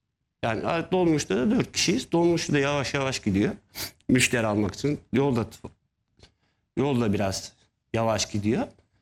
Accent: Ankara, Turkey; Ben doğma büyüme Ankaralıyım ben.

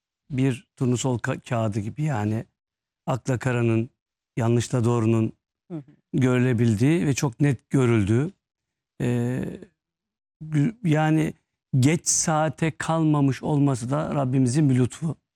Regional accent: Beykoz, Istanbul, Turkey; Beykoz'luyum.

